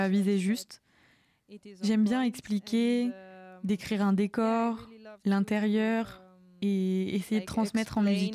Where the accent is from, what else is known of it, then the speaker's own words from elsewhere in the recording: Milan, Lombardy, Italy; born there; French is a second language; now in Bologna, Italy; Je suis née à Milan et maintenant j'habite en Bologne. J'ai vécu à Milan 10 ans et j'ai déménagé pour commencer mes études et commencer à faire du chant jazz.